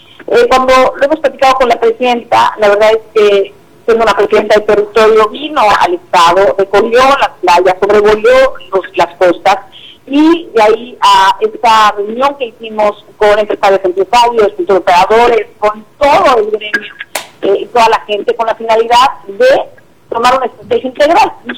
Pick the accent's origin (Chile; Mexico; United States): Mexico; Quintana Roo; Soy de Mexicano, desde la capital mundial de las vacaciones.